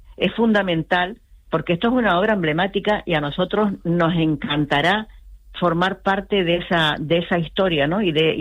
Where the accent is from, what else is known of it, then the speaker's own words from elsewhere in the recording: Canary Islands, Spain; Claro, como Gran Canarios y como empresarios